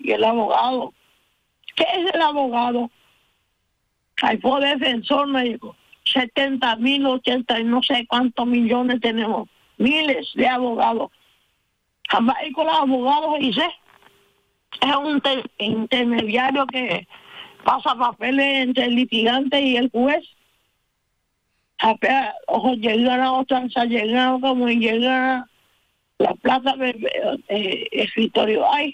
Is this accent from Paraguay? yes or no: yes; Paraguay; todos somos paraguayos